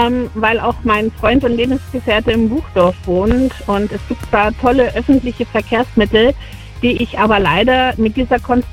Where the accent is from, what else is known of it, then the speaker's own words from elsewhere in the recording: Rhineland-Palatinate, Germany; now in Horgau, Germany; Ich komme aus Horgau, beziehungsweise ich lebe in Horgau, komme eigentlich aus der Rheinland-Pfalz und bin so eine kleine Zugereiste.